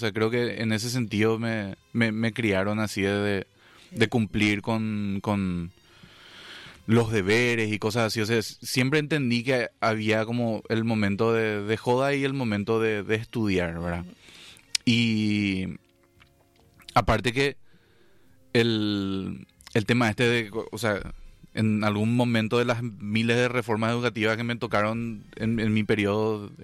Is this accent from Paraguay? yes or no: yes; Encarnación, Itapúa, Paraguay; born there; yo nací en Encarnación, ¿verdad? Es hace ya 36 años.